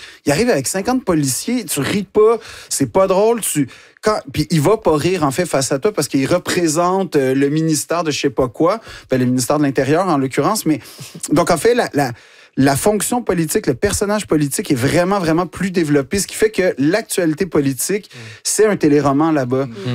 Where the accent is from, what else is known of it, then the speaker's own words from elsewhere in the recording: Quebec, Canada; si ils me regardent de haut du fait que je suis québécois